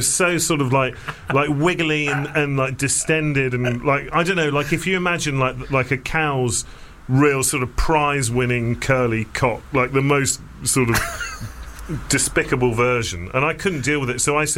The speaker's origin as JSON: {"language": "English", "region": "England", "country": "United Kingdom", "said": "being English"}